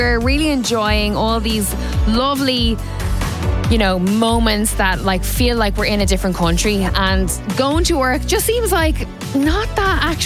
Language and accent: English; Ireland; because let's just remember, we are Irish, okay? We are in Ireland. And we're accustomed to the rain, and we're accustomed to the wind.